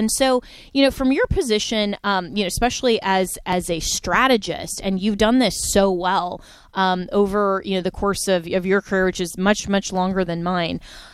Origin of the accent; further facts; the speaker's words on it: Florida, United States; the two who are up for my home state of Florida for the gubernatorial race.